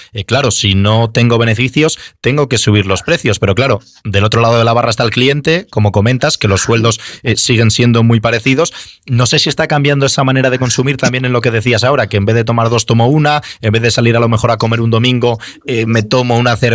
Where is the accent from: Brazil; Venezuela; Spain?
Spain; León, Castile and León; como leonés de pro que soy